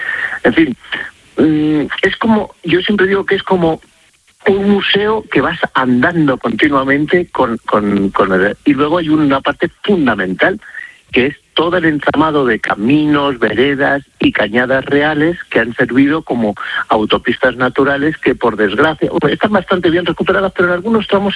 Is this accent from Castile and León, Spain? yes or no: yes; Castile and León, Spain; Pero bueno, ¿cómo no lo voy a conocer si es mi tierra? Si es que yo me crié tirando cantos a los del pueblo de arriba, a los de Navasequilla, y los de la Lastra me tiraban cantos a mí